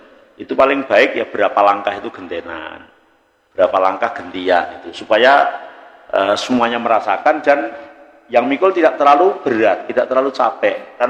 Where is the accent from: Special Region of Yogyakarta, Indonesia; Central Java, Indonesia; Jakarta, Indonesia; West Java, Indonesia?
Central Java, Indonesia; Semarang; kok kayak enggak seperti di kampungku ya. Kalau di Semarang